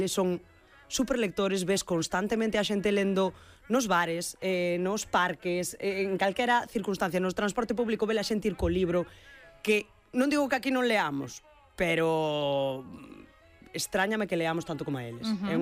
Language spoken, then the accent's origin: Galician; Galicia, Spain; Estábamos tomando grapa miel e a dona achegouse e dixo: de onde son? E nós, pois somos galegos.